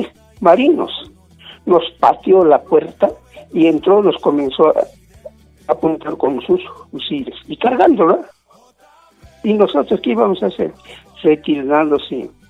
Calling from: Peru; nosotros somos peruanos tan tontos

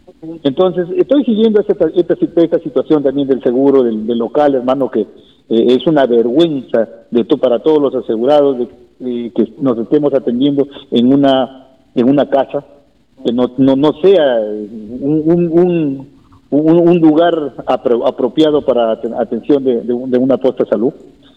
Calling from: Olmos, Lambayeque, Peru; Porque yo vivo en Olmos, les digo. Entonces yo no vivo en Chiclayo, le digo.

